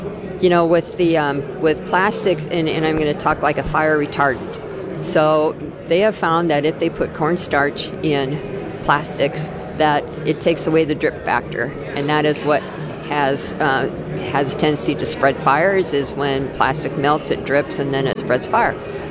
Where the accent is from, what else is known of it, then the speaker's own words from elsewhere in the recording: Iowa, United States; I'm from Iowa